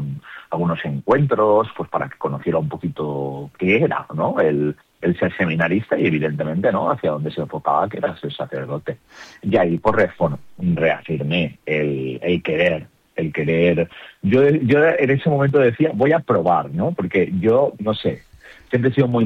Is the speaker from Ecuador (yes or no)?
no; Picassent, Valencian Community, Spain; Yo tomé la comunión en la parroquia de mi pueblo, que es Picassent, y pues bueno, empecé a participar en el grupo juvenil, el movimiento Juniors